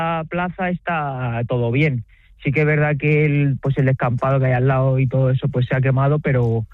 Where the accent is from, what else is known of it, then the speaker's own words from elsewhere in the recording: Community of Madrid, Spain; born there; ver el campo donde te has criado, ver tu pueblo